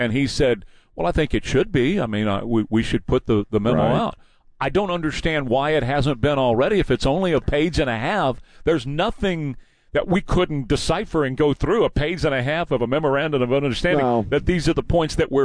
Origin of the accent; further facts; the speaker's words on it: Missouri, United States; I said I'm from Missouri. You got to. I want to see what they do. You got to show me the show me state.